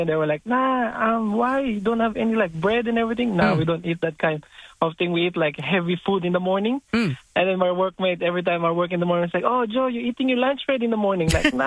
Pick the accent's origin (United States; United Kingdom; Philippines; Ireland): Philippines; like we grew up in Asian country. I grew up in Philippines